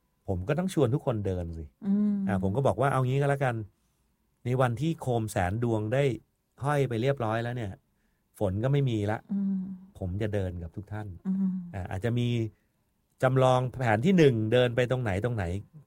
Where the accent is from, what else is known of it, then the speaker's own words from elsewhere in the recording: Bangkok, Thailand; moved away as an adult; now in Lamphun, Thailand; ผมซึ่งเป็นคนกรุงเทพมากกว่าครึ่งชีวิตเนี่ยนะ